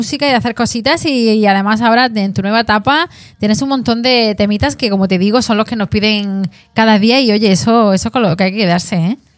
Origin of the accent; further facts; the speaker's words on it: Granada, Andalusia, Spain; Yo soy granadina pura.